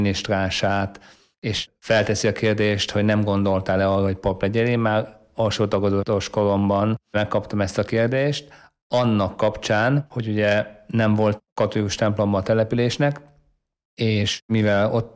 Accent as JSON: {"language": "Hungarian", "town": "Felsőpetény", "region": "Nógrád", "country": "Hungary", "said": "Egy kicsiny faluból származom, Nógrád megyéből, Felső-Petényből"}